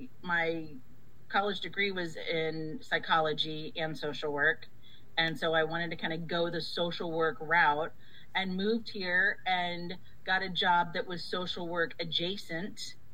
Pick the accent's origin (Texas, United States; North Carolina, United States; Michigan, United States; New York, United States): Texas, United States; born there; now in Portland, United States; I am a Texan by birth, Oregonian by choice.